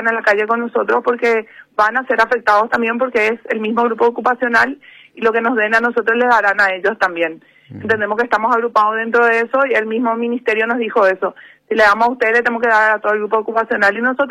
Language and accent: Spanish; Paraguay; porque somos paraguayos